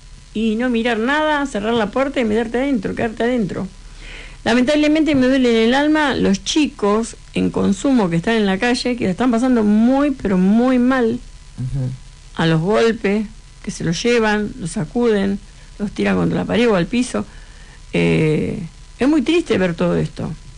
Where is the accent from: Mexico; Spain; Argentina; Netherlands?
Argentina; me duele el alma decir que soy argentina